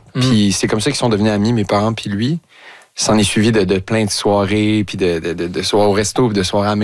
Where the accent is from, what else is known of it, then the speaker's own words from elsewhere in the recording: Longueuil, Quebec, Canada; En fait, moi, j'ai grandi dans le Vieux-Longueuil, puis lui aussi habitait là.